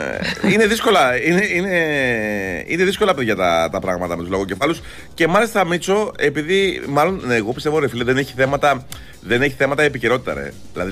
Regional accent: Aigio, Western Greece, Greece; να αναδείξω και τον τόπο μου. Παιδιά, αν θέλετε διακοπές, ελάτε στο Αίγιο.

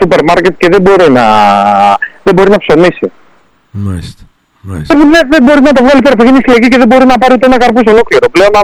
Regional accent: Peloponnese, Greece; Η καταγωγή μου είναι από την Αρκαδία, από την Πισαρέα.

